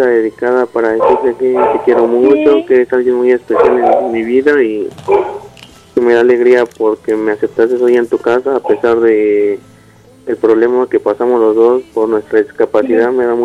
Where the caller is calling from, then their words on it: Chimalhuacán, State of Mexico, Mexico; De aquí, de Chimalhuacán.